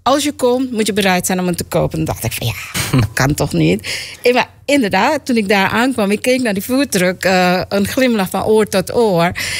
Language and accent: Dutch; Suriname; born there; moved away; also born or lived in Dallas, Texas, United States; Nee, ik ben geboren in Suriname. En ik heb heel lang in Dallas, Texas gewoond.